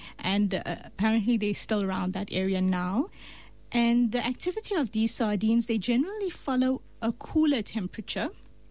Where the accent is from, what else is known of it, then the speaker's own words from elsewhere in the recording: Durban, KwaZulu-Natal, South Africa; I was born in Durban and schooled in university in Durban